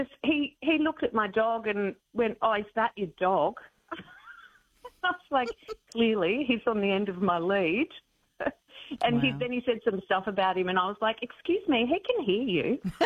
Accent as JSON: {"language": "English", "town": "Mullumbimby", "region": "New South Wales", "country": "Australia", "said": "I'm from Mullumbimby, so it's the same sort of feel. And being from Mullumbimby, well, really, we have to be comedians, don't we? All of us."}